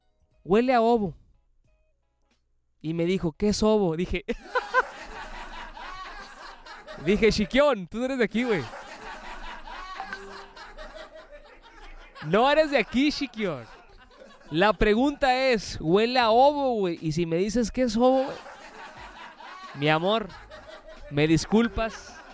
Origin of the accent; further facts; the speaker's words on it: Punta Banda, Baja California, Mexico; ¿Cómo me identificas que soy de Punta Banda, güey?